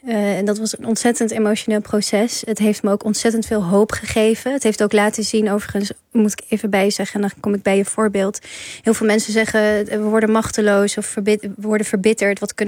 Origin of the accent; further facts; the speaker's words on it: Afghanistan; Niet alleen als Afghanen